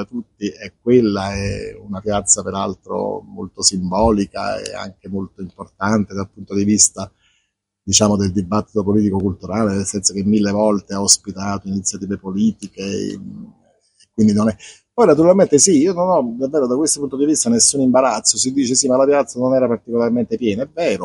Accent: Naples, Campania, Italy; nella mia città, perché sono napoletano

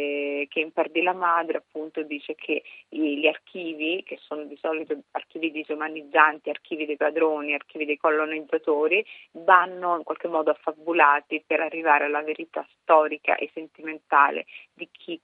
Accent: Brescia, Lombardy, Italy; Il mio primo fumetto era sulla strage di Piazza Loggia, perché io sono bresciana e quindi è una cosa che abbiamo sentito molto.

